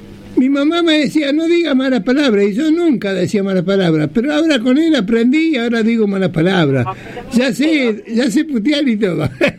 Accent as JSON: {"language": "Spanish", "region": "Buenos Aires", "country": "Argentina", "tie": "born there", "moved": "as an adult", "lives_now": "Gregorio de Laferrere, Argentina", "said": "Yo vivía en Capital, en Pompeya, donde tengo mi casa que nací. Y porque ahora vivo en La Ferrere."}